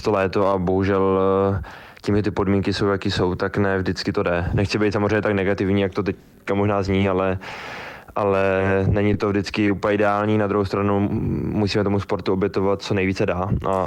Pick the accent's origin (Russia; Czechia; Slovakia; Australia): Czechia; Boží Dar, Karlovy Vary Region; jak se říká, všechno dobře a doma nejlíp a u nás na Božím daru ty tratě jsou skvělý, takže já to tam absolutně miluju a tam se mi vždycky lyže nejlíp